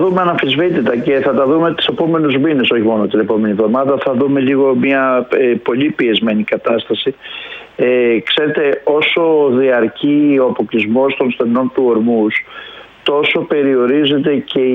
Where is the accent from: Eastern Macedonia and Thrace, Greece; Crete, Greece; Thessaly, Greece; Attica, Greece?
Thessaly, Greece; Volos; Δεν υπάρχει, δεν είναι και σηκέ η κατάσταση γιατί είμαι βολιώτης, οπότε...